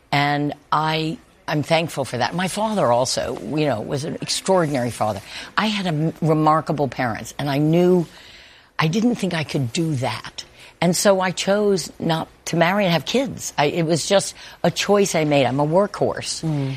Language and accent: English; New Orleans, Louisiana, United States; It does feel Texan. I grew up in New Orleans.